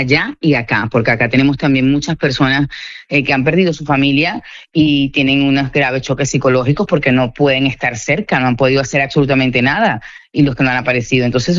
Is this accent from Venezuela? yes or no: yes; Venezuela; now in Castellón, Spain; Los venezolanos somos muy devotos de la Virgen del Carmen, en gran mayoría.